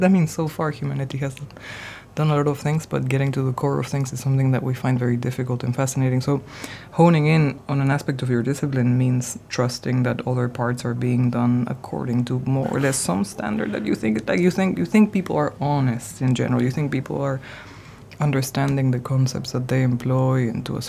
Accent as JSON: {"language": "English", "country": "Argentina", "tie": "born or raised there", "moved": "yes", "lives_now": "Rotterdam, Netherlands", "said": "growing up in Argentina, everyone is exposed to Borges, the writer, in one way or another"}